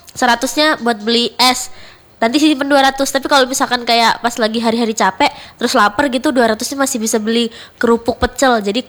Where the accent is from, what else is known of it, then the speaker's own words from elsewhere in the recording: Java, Indonesia; born there; aku dulu waktu SD yang karena di Jawa